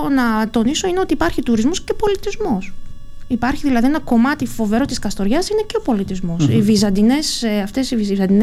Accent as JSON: {"language": "Greek", "country": "Greece", "said": "Ένα ιδιαίτερο χαρακτηριστικό μας ως Έλληνες"}